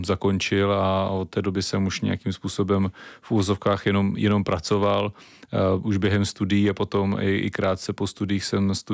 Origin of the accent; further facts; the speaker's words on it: Vlatice, South Moravian Region, Czechia; No, já tam žiju celý život, narodil jsem se ve Vlaticích a celou dobu jsem tady bydlel